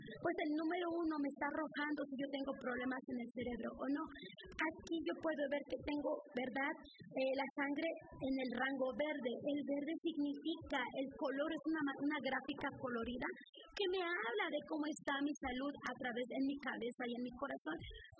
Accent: Mexico; nosotros como mexicanos nos encanta comer picante

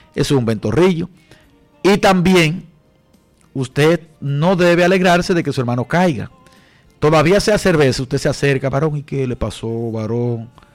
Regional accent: El Limonar, Dominican Republic; allá en el Limonar, en mi tierra.

